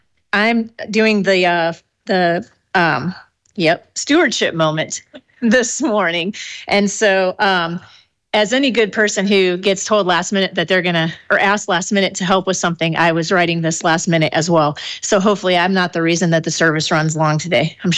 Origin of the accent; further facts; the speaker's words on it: Port Clinton, Ohio, United States; born there; I was baptized at Trinity United Methodist Church in Port Clinton, Ohio